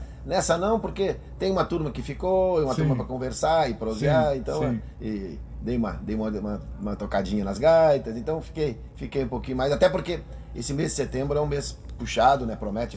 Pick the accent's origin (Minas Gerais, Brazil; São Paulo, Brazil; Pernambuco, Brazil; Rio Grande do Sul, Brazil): Rio Grande do Sul, Brazil; Porto Alegre; born there; Eu nasci em Porto Alegre, mas...